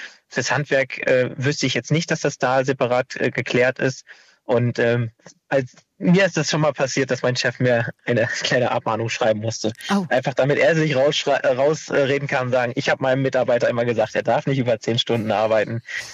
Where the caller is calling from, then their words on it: Bad Laer, Lower Saxony, Germany; Bad Lahr, das ist genau 8 Kilometer von der Grenze entfernt.